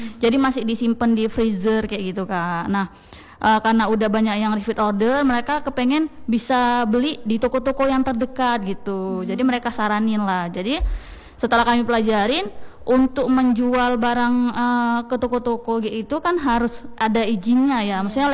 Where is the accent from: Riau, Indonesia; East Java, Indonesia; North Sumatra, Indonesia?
North Sumatra, Indonesia; now in Aceh, Indonesia; saya orang Sumatera Utara. Kemudian menikah sama orang Aceh gitu kan.